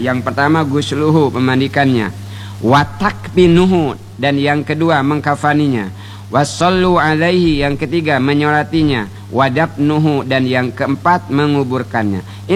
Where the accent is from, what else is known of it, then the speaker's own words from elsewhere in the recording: Bangka Belitung Islands, Indonesia; kuda kawa, kata kita orang Bangka kan, membayar.